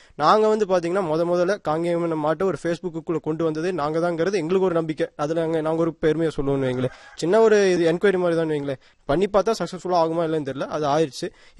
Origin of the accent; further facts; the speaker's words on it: Mulanur, Tamil Nadu, India; ஆனால் நான் வந்து குழந்தையிலிருந்தே எங்கள் சொந்த ஊர் மூலனூர். ஆனால் நான் வந்து எங்கள் தாத்தா வீட்டில் தான் வளர்ந்தேன்.